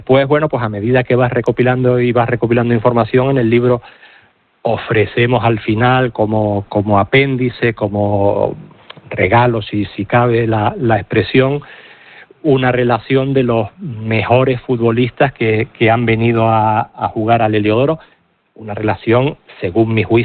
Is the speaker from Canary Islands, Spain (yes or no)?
yes; Tenerife, Canary Islands, Spain; soy de Tenerife, esta es mi isla